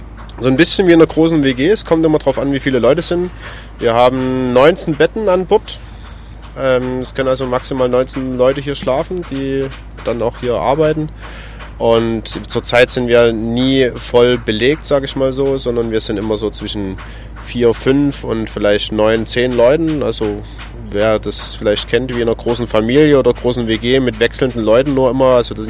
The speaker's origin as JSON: {"language": "German", "town": "Dresden", "region": "Saxony", "country": "Germany", "tie": "born or raised there", "said": "Und dann war es natürlich recht naheliegend, das in einem Verein zu tun, der auch in meiner Heimatstadt, also in dem Fall Dresden, ansässig ist."}